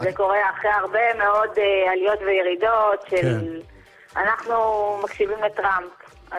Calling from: Athens, Attica, Greece

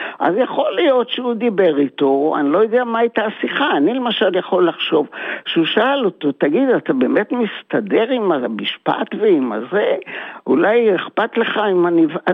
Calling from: Tel Aviv, Tel Aviv District, Israel; מתל אביב.

